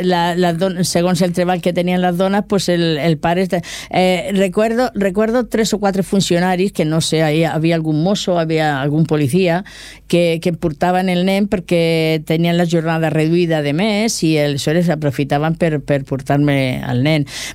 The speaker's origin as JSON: {"language": "Catalan", "town": "Cubells", "region": "Catalonia", "country": "Spain", "accent": "Murcian"}